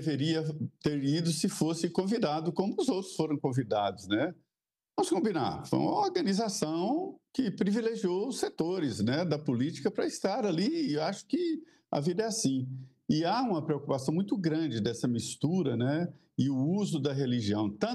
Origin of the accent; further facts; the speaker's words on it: Minas Gerais, Brazil; Eu sou mineiro, mas sou do Nordeste de Minas.